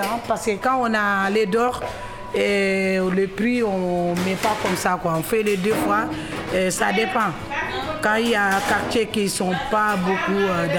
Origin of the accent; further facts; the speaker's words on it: Senegal; now in France; je viens du Sénégal.